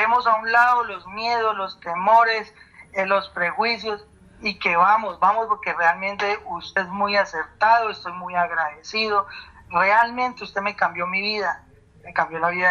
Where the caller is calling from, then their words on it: Garagoa, Boyacá, Colombia; Estoy llamando de Garagoa.